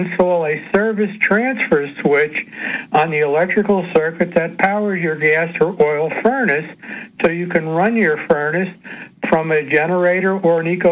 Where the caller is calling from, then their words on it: New Jersey, United States; Grizzled old geezer from New Jersey.